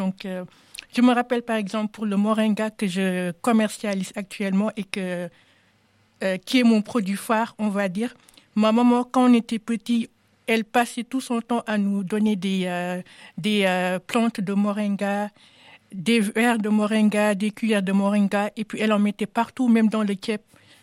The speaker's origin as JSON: {"language": "French", "country": "Senegal", "tie": "born or raised there", "moved": "as an adult", "lives_now": "France", "said": "je suis d'origine sénégalaise. Je suis née au Sénégal. J'ai grandi là-bas jusqu'à mes 19 ans. Et donc, quand je suis venue ici"}